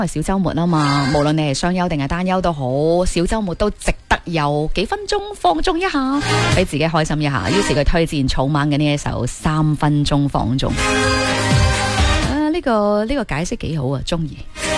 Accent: Guangdong, China; 我哋广东人肯定系认身会陈皮嘅，

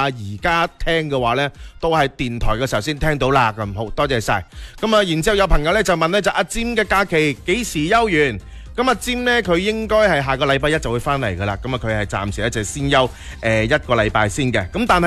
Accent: Guangdong, China; 我哋廣東人呢其實係非常之講究嗰啲嘅意頭嘢啊

